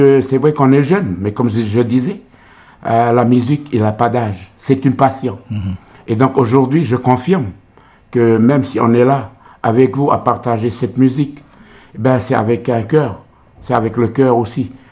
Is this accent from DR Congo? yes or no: no; New Caledonia; Ici à Nouméa, mais on est originaire de la tribu de l'Arête.